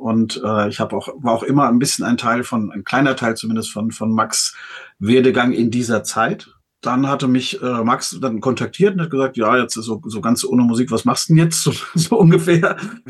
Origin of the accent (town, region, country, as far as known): Frankfurt, Hesse, Germany